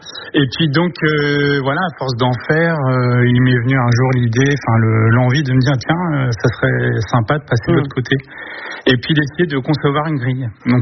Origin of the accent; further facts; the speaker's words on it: Rouen, Normandy, France; born there; il y a que moi en fait, le petit dernier, qui suis né à Rouen.